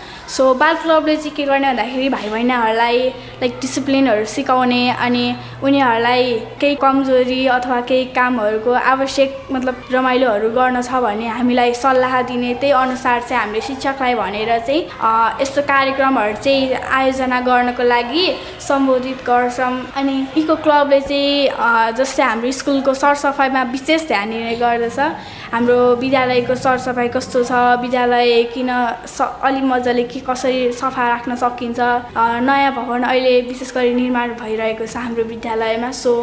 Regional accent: Sindhuli, Bagmati, Nepal; now in Lokanthali, Nepal; म कक्षा 8 छात्रा। मेरो विद्यालयको नाम चाहिँ श्री महेन्द्र आधारभूत विद्यालय सानो ठिमी जातिगाल। मेरो घर चाहिँ सिन्धुली हो र म यहाँ चाहिँ लोकन्थली भक्तपुरमा बस्छु।

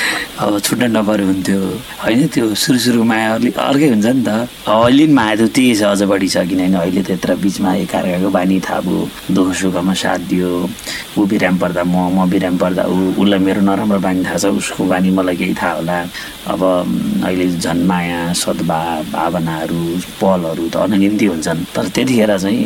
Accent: Kavre, Bagmati, Nepal; मेरो घर काभ्रे हो, सिमथली कोसीबारी भुम्लु, म चाहिँ गाउँमा जन्मिया हुर्क्या

